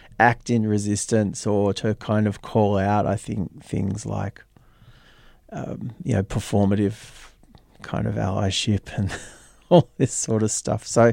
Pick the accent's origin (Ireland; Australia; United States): Australia; Melbourne, Victoria; I'm born and bred in Melbourne, Boonerong country, and living on Wurundjeri country.